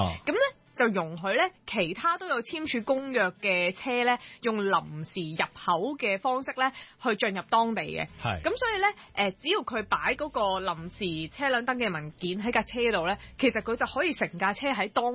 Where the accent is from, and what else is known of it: Hong Kong